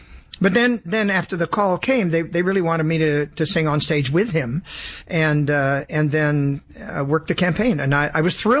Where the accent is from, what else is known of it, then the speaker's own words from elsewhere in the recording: Sacramento, California, United States; also born or lived in Los Angeles; I'm from California, born in Los Angeles, raised in Sacramento.